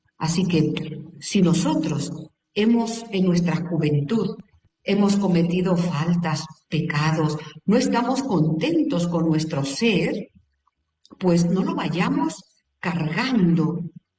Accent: Guadalajara, Jalisco, Mexico; born there; now in Mexico City, Mexico; mi ciudad natal, hermosa, lo más mexicano de la República

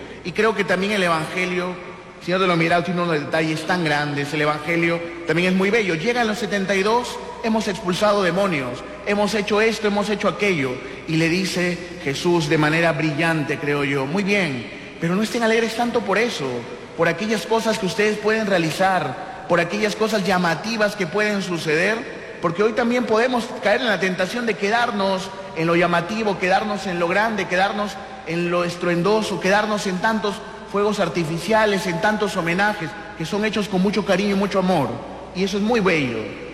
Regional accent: Peru; nosotros como peruanos

